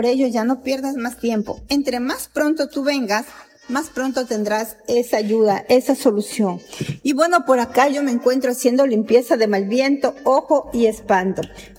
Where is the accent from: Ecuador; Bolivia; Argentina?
Ecuador; Yo soy ecuatoriana, sí, soy ecuatoriana a mucha honra.